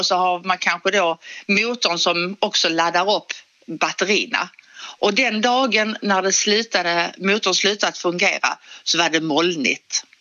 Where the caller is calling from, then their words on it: Skåne, Sweden; Du kanske hör att vi är från Skåne.